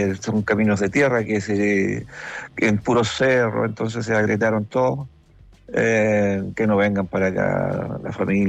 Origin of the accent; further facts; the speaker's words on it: Panguipulli, Los Ríos, Chile; excepto cuando era niño, porque yo nací en Panguipulli. Un gran abrazo y cariño a Panguipulli, en el sector de Ancacumoe, que es un sector bien rural, y ahí sí yo sentía los temporales como este.